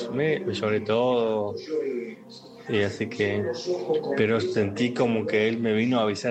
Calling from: Bella Vista, Buenos Aires Province, Argentina; Yo soy acá de Bellavista y mi papá vivía en Guernica, zona sur.

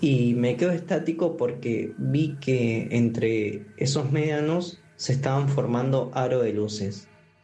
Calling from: Viedma, Río Negro, Argentina; Te hablo desde Viedma, el Río Negro.

